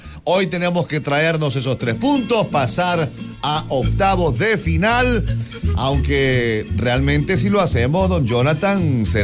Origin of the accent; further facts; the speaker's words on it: Ecuador; somos ecuatorianos y llevamos la tricolor en el pecho